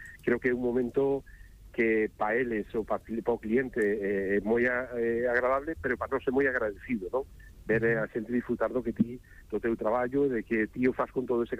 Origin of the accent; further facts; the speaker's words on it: Cambados, Galicia, Spain; eu son de Cambados, ainda que non suelo decir porque non me gusta presumir, pero son de Cambados, e como vou cambadés, esa vieira ao forno tradicional